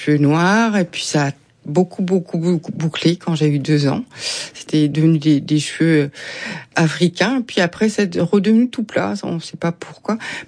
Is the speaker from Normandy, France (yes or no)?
yes; Normandy, France; Moi, j'ai grandi en Normandie avec des petites filles blondes, avec des yeux bleus, des joues roses.